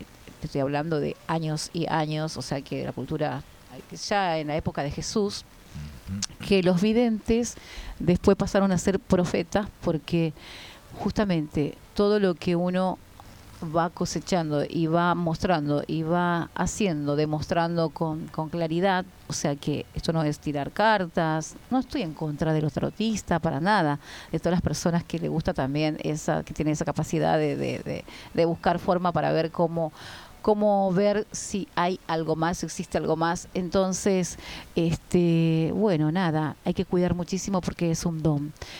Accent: Paraguay; now in Argentina; ya hace 22 años que estoy en Argentina, pero me siento más paraguaya que la mandioca

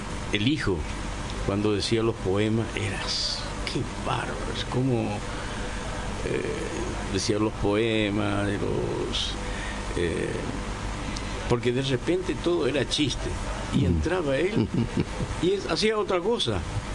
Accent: Paraguay; now in Salta, Argentina; En Salta no somos muchos paraguayos.

